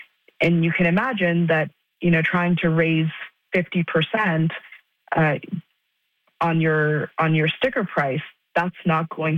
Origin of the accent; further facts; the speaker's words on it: Canada; And I don't think that's just because I'm Canadian.